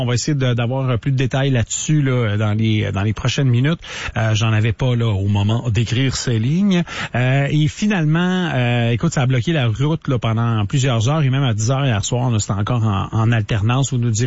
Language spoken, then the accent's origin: French; Quebec, Canada